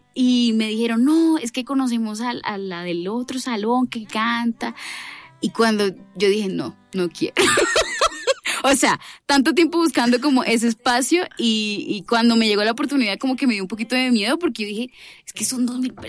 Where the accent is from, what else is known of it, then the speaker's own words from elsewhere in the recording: Montería, Córdoba, Colombia; moved away as an adult; now in Bogotá, Colombia; Yo nací en Montería, llevo 10 años en Bogotá, o sea, yo llegué a los 17, o sea, en 2016.